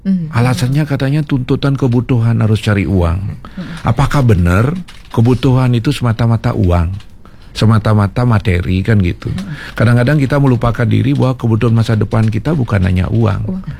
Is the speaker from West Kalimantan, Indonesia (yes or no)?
no; Bali, Indonesia; Termasuk jati diri sebagai warga Bali, masyarakat Bali